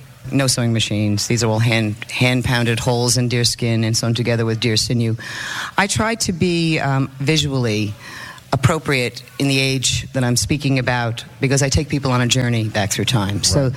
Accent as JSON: {"language": "English", "town": "Long Island", "region": "New York", "country": "United States", "said": "Yes, Long Island, New York."}